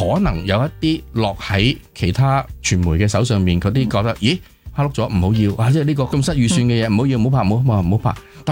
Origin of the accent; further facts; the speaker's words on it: Hong Kong; 其實幾似我哋香港人